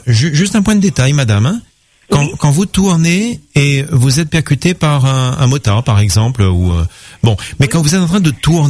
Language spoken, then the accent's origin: French; Réunion